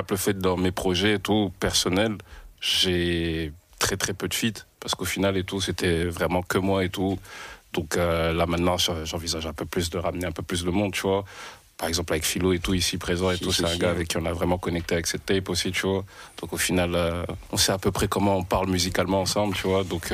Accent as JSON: {"language": "French", "country": "Burundi", "lives_now": "Belgium", "said": "Parce que je viens même pas de Belgique en fait de base, tu vois."}